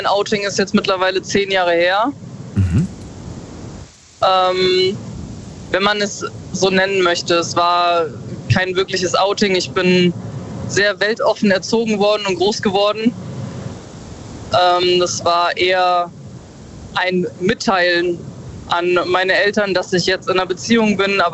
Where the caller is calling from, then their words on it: Bad Kreuznach, Rhineland-Palatinate, Germany; Ich komme ursprünglich aus der Ecke Bad Kreuznach.